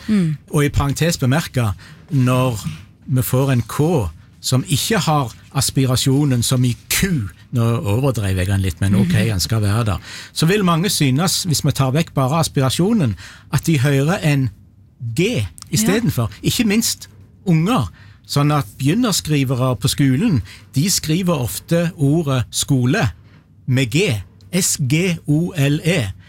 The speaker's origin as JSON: {"language": "Norwegian", "region": "Rogaland", "country": "Norway"}